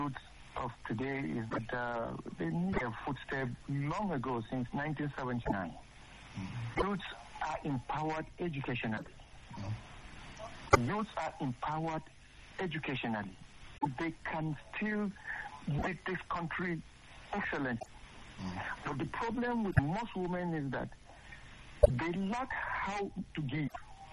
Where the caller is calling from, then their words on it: Numan, Adamawa, Nigeria; from Numan, Nigeria.